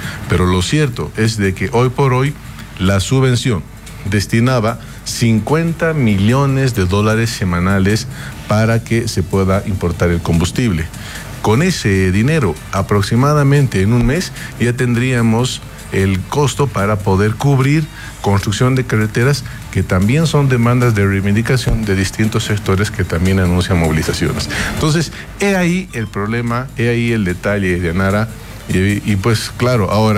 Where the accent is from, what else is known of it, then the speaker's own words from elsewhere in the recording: Bolivia; todos estamos, como bolivianos, en la necesidad de salir adelante